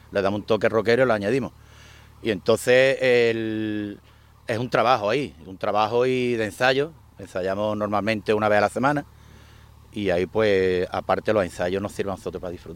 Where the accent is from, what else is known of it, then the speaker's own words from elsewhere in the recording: Puerto Real, Andalusia, Spain; No sé si conocéis de sitio, yo soy de Puerto Real.